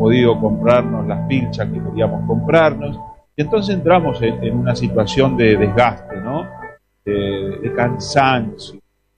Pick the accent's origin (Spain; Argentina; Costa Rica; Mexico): Argentina; somos racistas los argentinos